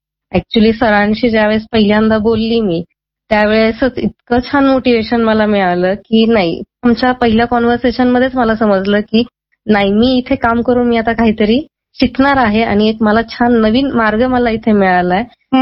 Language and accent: Marathi; Nashik, Maharashtra, India; मी मूळची नाशिकचीच आहे.